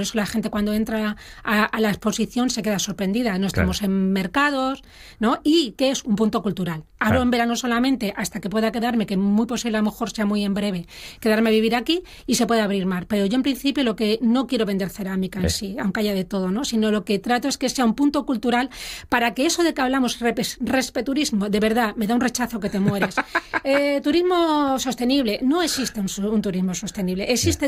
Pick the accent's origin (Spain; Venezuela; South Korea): Spain; Madrid, Community of Madrid; born there; now in Asturias, Spain; yo de verdad que casi reniego de Madrid, porque tenía padre malagueño, madre de Zaragoza, de Calatayud, ¿no? Y yo me siento asturiana, lo de Madrid casi lo de menos, como nacer allí de rebote.